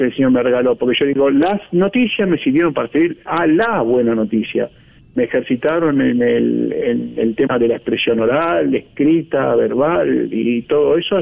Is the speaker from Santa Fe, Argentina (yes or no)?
yes; Rosario, Santa Fe, Argentina; moved away as an adult; Y el Señor que me había llamado de chiquitito aquí en Rosario, yo soy rosarino, viví hasta los 28 años de mi vida aquí en Rosario, me formé con los queridísimos padres del Sagrado Corazón de Jesús